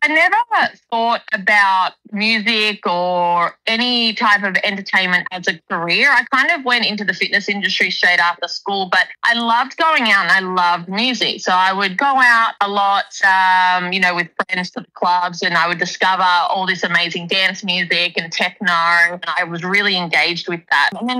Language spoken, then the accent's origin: English; Diamond Creek, Victoria, Australia; I grew up in Diamond Creek, which is kind of borderline the burbs to almost country. I went to school in St. Helena, so near Alfred.